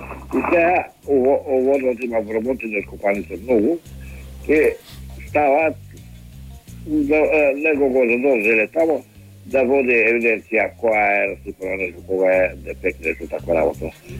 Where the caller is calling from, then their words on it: Skopje, North Macedonia; јас сум од Община Сарај.